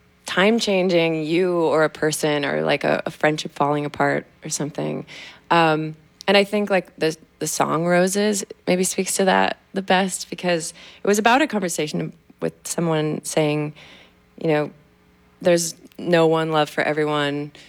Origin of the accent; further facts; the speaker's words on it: Tacoma, Washington, United States; now in New York, United States; Yeah, so I grew up in Tacoma, Washington. I definitely grew up listening to KEXP.